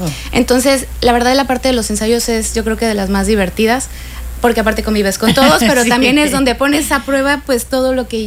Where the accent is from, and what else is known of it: northern Mexico, Mexico; now in Cancún, Mexico